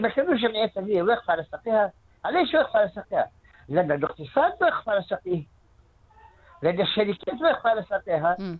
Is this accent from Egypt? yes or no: no; Tunisia